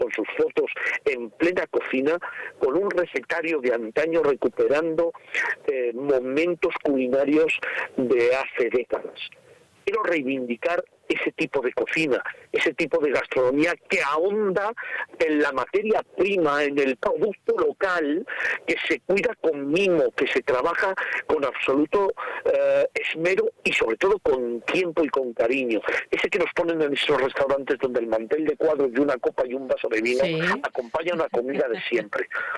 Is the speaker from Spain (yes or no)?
yes; Madrid, Community of Madrid, Spain; Ay, mira, a mí me encanta, soy de Madrid, ¿eh? Soy de Madrid, lo que pasa que mi madre era extremeña